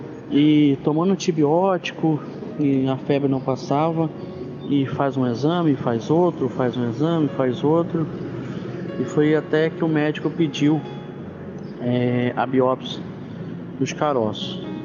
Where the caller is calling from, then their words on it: Duas Barras, Rio de Janeiro, Brazil; eu sou aqui de Duas Barras, interior do Rio de Janeiro.